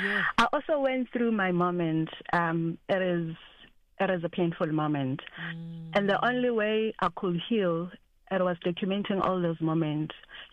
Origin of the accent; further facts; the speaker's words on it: Machadodorp, Mpumalanga, South Africa; born there; now in Richards Bay, South Africa; I am a woman from Mpumalanga. I was born in Machadodorp in Mpumalanga. I'm currently residing in KZN in Richards Bay.